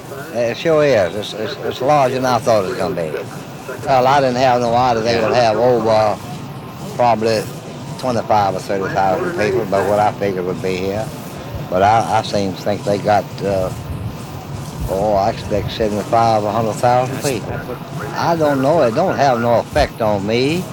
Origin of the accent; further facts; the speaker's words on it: the South, United States; Well, I'm from the South.